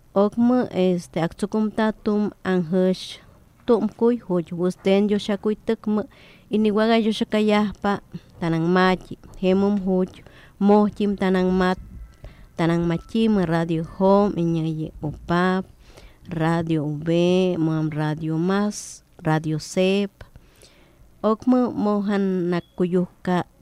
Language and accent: Spanish; Veracruz, Mexico; first language Sierra Popoluca; Spanish is a second language; now in Xalapa, Mexico; Aprendí a leer y escribir en mi lengua materna en la materia de lengua local que nos daban en la universidad. Uh-huh. Y pues en el año 2019 cuando llegué a trabajar acá a Jalapa, pues en mi lengua materna pues empecé a realizar traducciones del español al Popoluca de la sierra